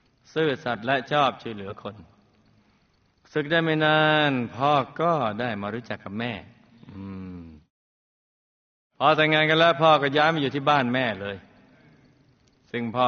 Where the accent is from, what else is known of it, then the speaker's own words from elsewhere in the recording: Nakhon Phanom, Thailand; born there; เกิดที่จังหวัดนครพนมในครอบครัวชาวนาเจ้าค่ะกระดูกสันหลังของโลกมีพี่น้อง8คนตัวลูกเป็นคนที่หนึ่งลูกมีชีวิตที่ลำบากมาตั้งแต่เด็กๆ